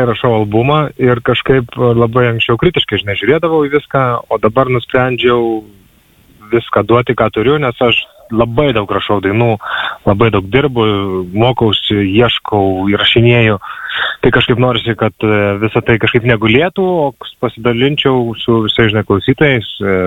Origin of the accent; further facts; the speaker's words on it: Panemunė, Kaunas County, Lithuania; born or raised there